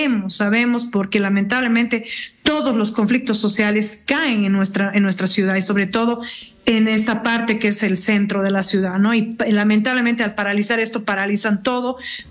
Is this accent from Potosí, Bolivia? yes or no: no; La Paz, Bolivia; Y para mí es un orgullo ser paseña, para mí un orgullo es decir, soy de La Paz